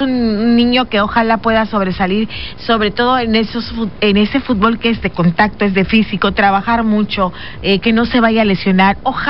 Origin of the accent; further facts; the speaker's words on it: Mexico; nosotros como mexicanos